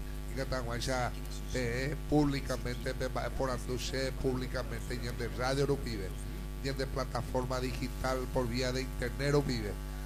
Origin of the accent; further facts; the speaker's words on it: Paraguay